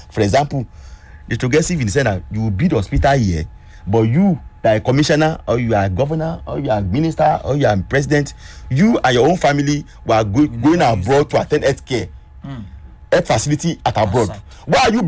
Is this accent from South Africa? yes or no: no; Kwara, Nigeria; because I'm from Kwara.